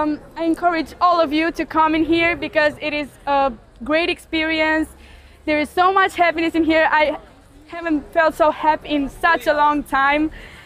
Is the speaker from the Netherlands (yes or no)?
no; Romania; English is a second language; I'm 17 years old. I come from Romania. It's my first time in here in Medjugorje, and I am really excited.